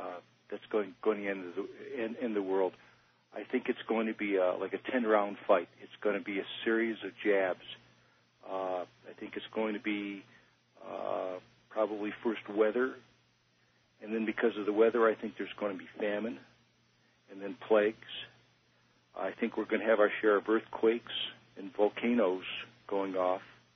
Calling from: Livonia, Michigan, United States; calling from Livonia, Michigan.

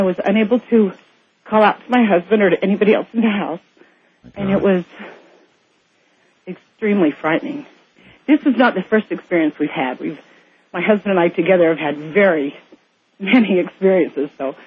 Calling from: Richland, Washington, United States; from Richland, Washington

